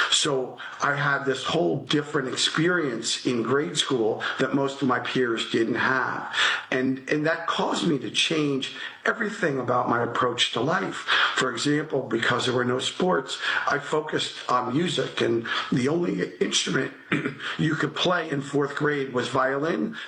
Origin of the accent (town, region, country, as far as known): Old Bridge, New Jersey, United States